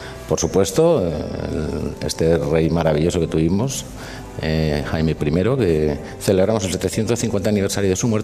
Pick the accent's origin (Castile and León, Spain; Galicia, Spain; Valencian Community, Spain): Valencian Community, Spain; pero eso digamos que constituye la base de nuestra idiosincrasia, ¿no?, como valencianos.